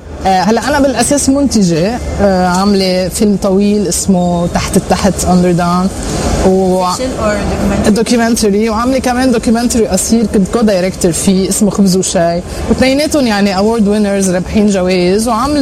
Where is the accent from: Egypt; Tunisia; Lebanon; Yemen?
Lebanon; اذا انت من مثلا انا من لبنان انه دائما لازم احكي مثلا عن الحرب, عن الشيء اللي عم بيصير هلا